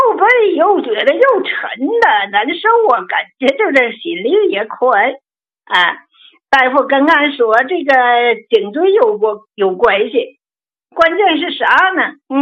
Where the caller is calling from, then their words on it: Feicheng, Shandong, China; 俺是泰安肥城市的，我今年72嘞。